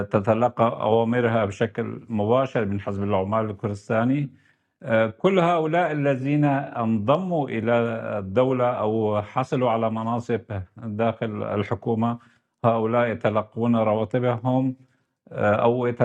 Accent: Syria; نحن ككرد سوريين

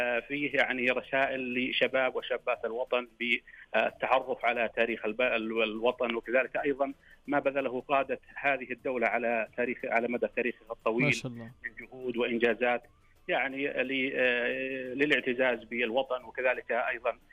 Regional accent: Saudi Arabia; في بلدنا المملكة العربية السعودية

